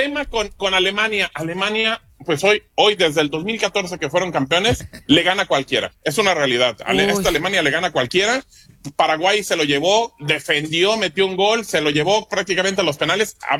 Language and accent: Spanish; Mexico; No puedes como persona mexicana apoyar a Argentina. No puedes.